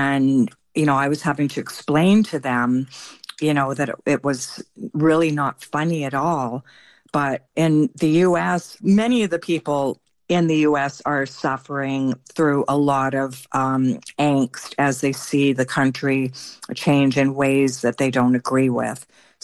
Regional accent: Canada; moved away; also born or lived in Southern California; when I just moved back to Canada like 4 years ago. So I spent 40 years in Southern California.

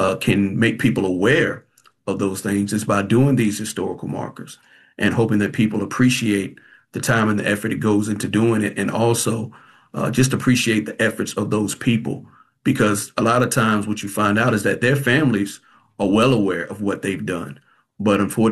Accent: Roanoke Rapids, North Carolina, United States; about Crystal Lee Sutton, in my hometown of Running Rapids.

